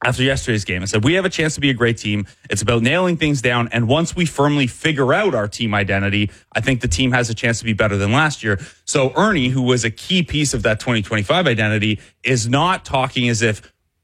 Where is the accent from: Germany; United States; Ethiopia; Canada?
Canada; Cambridge, Ontario; when I was younger, I grew up in Cambridge, so you drive in on the 401 to Toronto